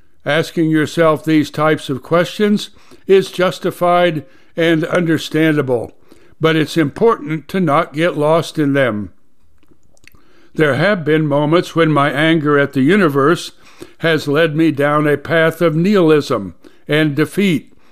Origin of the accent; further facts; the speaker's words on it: United States; they didn't happen to me because of who I am as an individual, but rather because I grew up in America.